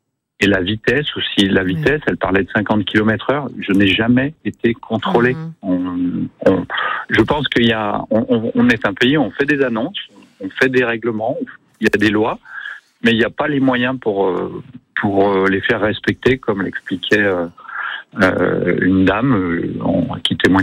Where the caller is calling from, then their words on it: Le Montcel, Auvergne-Rhône-Alpes, France; Oui, je suis au Moncel